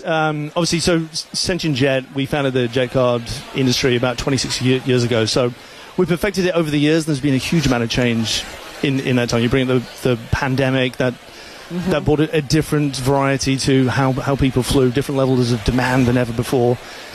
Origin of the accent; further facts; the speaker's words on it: England, United Kingdom; Yeah, I'm English, so I've been following along too.